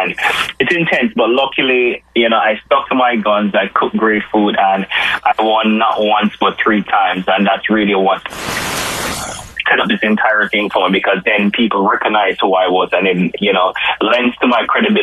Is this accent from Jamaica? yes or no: yes; Jamaica; now in New York, United States; because when I moved from Jamaica to New York, that was one of the things that I really wanted